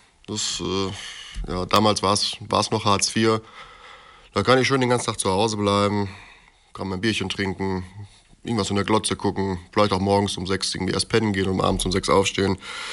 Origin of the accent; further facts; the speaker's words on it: Bochum, North Rhine-Westphalia, Germany; moved away as an adult; Bin dafür sogar in eine andere Stadt gezogen, knapp 300 Kilometer weit von meinem Heimatort Bochum entfernt.